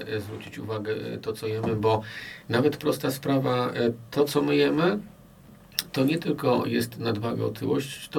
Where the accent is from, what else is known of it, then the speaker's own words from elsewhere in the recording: Białystok, Podlaskie Voivodeship, Poland; dlatego że ja jestem w ogóle z Antoniuka, gdzie kiedyś był taki boisko włókniarza